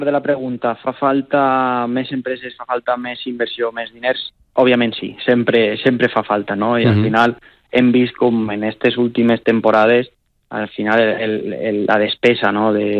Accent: Alzira, Valencian Community, Spain; som els tres d'Alcira

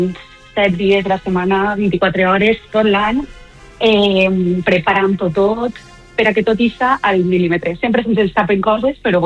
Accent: El Verger, Valencian Community, Spain

